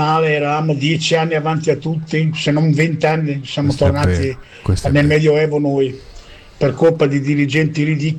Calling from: Ferrara, Emilia-Romagna, Italy; io sono di Ferrara

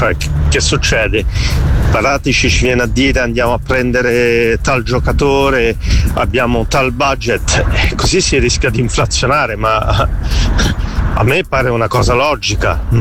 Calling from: Strasbourg, Grand Est, France; Ciao Pierluigi, da Strasburgo.

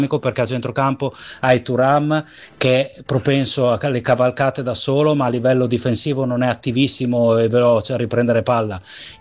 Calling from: Terni, Umbria, Italy

